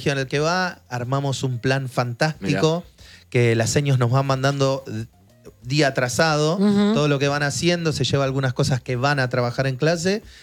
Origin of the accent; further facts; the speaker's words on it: Argentina; Siendo argentino y en la Argentina hago todos los shows que salgan.